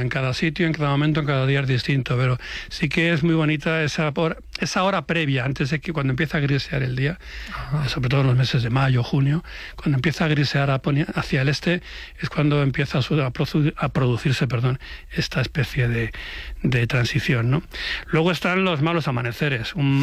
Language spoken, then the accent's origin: Spanish; La Granja, Castile and León, Spain; Esta es la Alameda del Medio Punto, en mi pueblo, en La Granja, en Segovia.